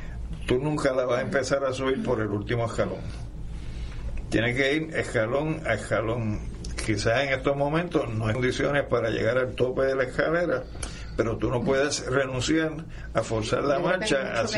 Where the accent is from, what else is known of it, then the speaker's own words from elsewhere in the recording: Puerto Rico; Yo como puertorriqueño que sufro la colonia, no que vivo de ella